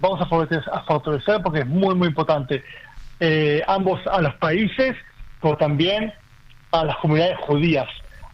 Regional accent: Argentina; born there; Como yo soy latino, nací en Argentina y tengo mucho cariño a Argentina

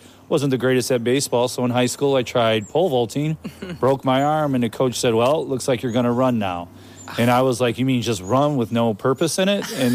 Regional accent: Spencer, Ohio, United States; Yeah, I grew up south in Spencer.

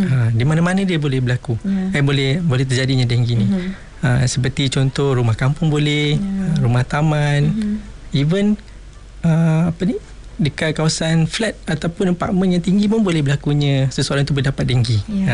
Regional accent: Johor, Malaysia; Betul, saya orang Johor.

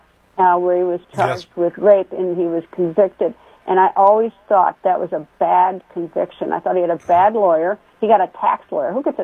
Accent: Wisconsin, United States; I get that. I'm from Wisconsin.

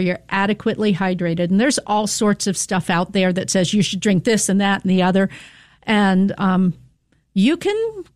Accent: East Coast, United States; moved away; this is the type of heat I grew up with on the East Coast

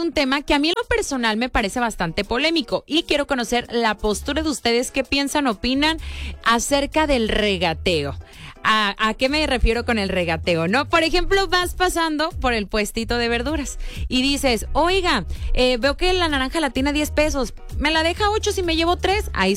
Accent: Mexico; uno como mexicano llega a otro país

